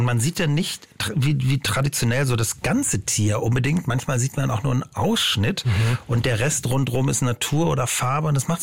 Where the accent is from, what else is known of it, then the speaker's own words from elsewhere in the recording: Cuxhaven, Lower Saxony, Germany; Helgoland, ganz nah an Cuxhaven, wo ich herkomme.